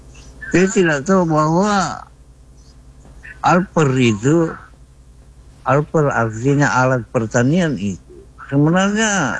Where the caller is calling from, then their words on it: Palopo, South Sulawesi, Indonesia; Contohnya juga di kampung saya, di Palopo ya.